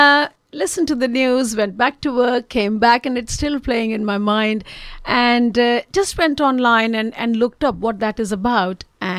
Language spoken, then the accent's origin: English; Gorleston, East of England, United Kingdom; from Golston in Norfolk, and I've been a science and maths teacher for 31 years. 25 years in Golston.